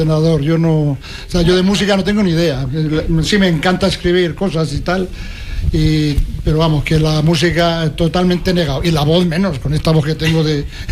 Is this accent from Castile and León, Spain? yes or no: yes; Canalejas, Castile and León, Spain; now in Gomecello, Spain; después de tantos años he logrado encajar aquí, no sé, me gusta el pueblo, yo soy de Canalejas, de Salamanca, pero he encajado aquí en este pueblo